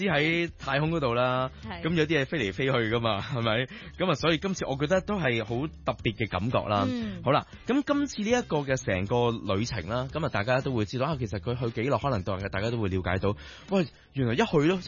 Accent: Hong Kong; 我哋香港人嘅一位太空人啦

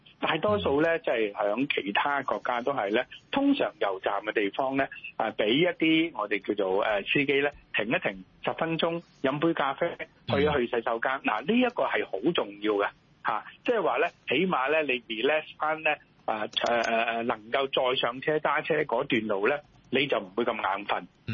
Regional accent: Hong Kong; 我哋港人

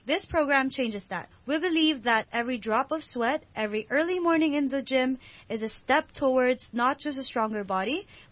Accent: Hong Kong; I am a Filipino, raised in Hong Kong

